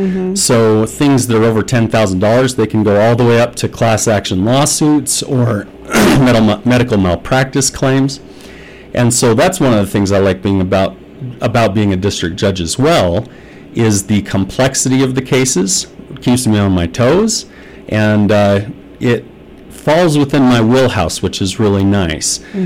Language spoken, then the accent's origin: English; Liberty, Idaho, United States; I am from Liberty, actually, just here in Bear Lake. I grew up here, and my father was actually